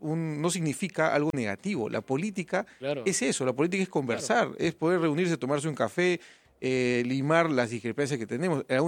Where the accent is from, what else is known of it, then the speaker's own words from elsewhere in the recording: Puerto Maldonado, Madre de Dios, Peru; Yo soy de Madre de Dios